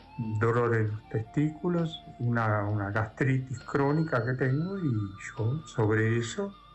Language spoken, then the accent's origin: Spanish; Noblía, Cerro Largo, Uruguay; Yo soy de Noblía y le aconsejo a todo aquel que tenga un problema que no encuentra lugar, que venga acá.